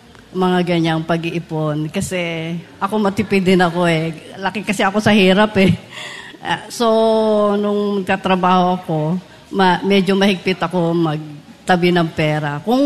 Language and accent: Tagalog; Balanga, Central Luzon, Philippines; Balanga, Bataan.